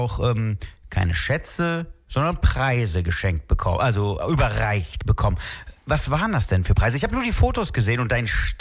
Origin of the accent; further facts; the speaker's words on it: Düsseldorf, North Rhine-Westphalia, Germany; born there; Ich bin in Gerresheim geboren.